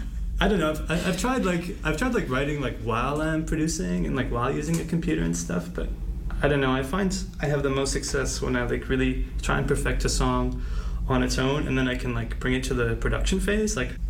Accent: Orillia, Ontario, Canada; I'm Canadian and... I'm from a small town called Orillia, a couple hours north of Toronto. And I don't know, maybe there's like a small town accent thing or something, but like, I don't know, my family doesn't think I have an accent

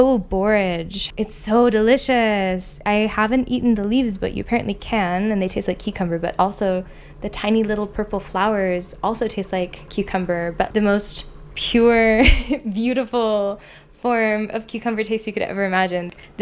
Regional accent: London, Ontario, Canada; I grew up in London, Ontario. My dad grew up there, but my mom and her family also moved to London straight away when they immigrated to Canada.

